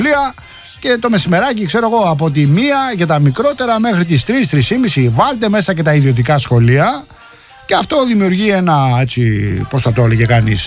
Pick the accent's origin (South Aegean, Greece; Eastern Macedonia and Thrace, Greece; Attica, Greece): Attica, Greece; Rafina; moved away; στον τόπο μου τον βλέπω αλλαγμένο.